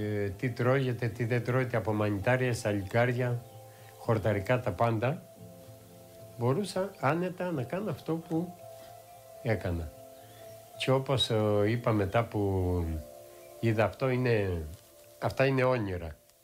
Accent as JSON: {"language": "Greek", "town": "Kritsa", "region": "Crete", "country": "Greece", "tie": "born or raised there", "said": "από τη μέρα που γεννήθηκα στην Κριτσά, όλο το χειμώνα είμαι από την Κριτσά και κάτω, όλο το καλοκαίρι είμαι από την Κριτσά και πάνω στο οροπέδιο του Καθαρού, 3 μήνες."}